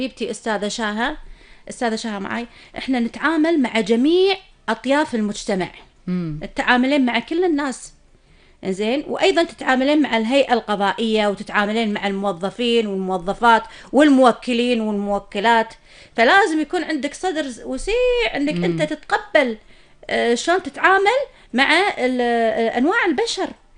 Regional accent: Kuwait

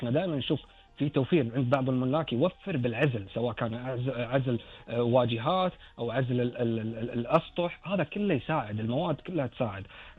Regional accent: Kuwait; اللي عندنا بالكويت

